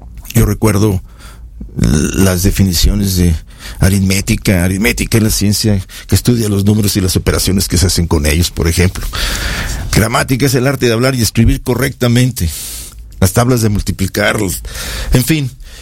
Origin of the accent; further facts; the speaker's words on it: León, Guanajuato, Mexico; nací en León, 7 de noviembre de 1953, precisamente en el barrio de San Juan de Dios. Y ahí, en esa zona, viví 23 años.